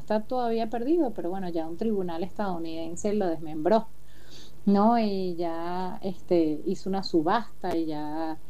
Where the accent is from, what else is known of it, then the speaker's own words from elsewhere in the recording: Venezuela; mi país, en la República Bolivariana de Venezuela